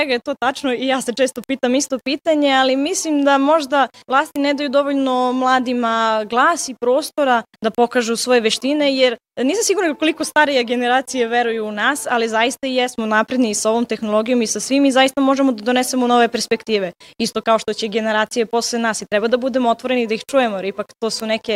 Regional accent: Serbia

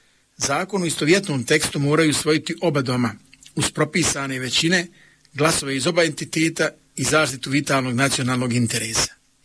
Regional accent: Gračanica, Federation of Bosnia and Herzegovina, Bosnia & Herzegovina; born there; Rođen sam i živim u Gračanici, oženjen sam i otac dvojici sinova.

